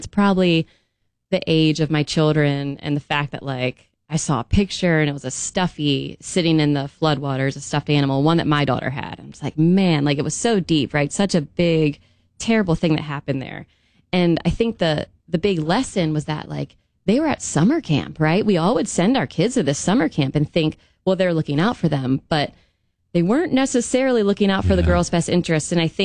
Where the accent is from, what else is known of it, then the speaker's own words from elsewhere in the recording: Baltimore, Maryland, United States; moved away as an adult; also born or lived in Mississippi / Tallahassee, Florida; now in East Tennessee, United States; No, I'm from Baltimore. So if you're from the North, you call me Southern. If you're from the South, you call me Northern.